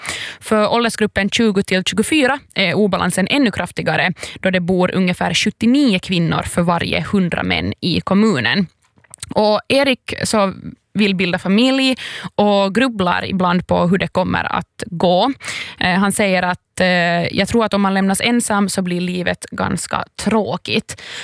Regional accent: Ostrobothnia, Finland; vi testar på att bo någon annanstans än hemma i Lilla Vasa

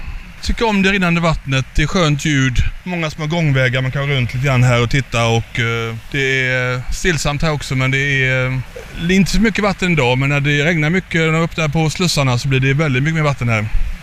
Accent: Gothenburg, Västra Götaland County, Sweden; now in Finland; Jag är också uppvuxen i Göteborgs innerstad, så jag är väldigt långt från min barndom

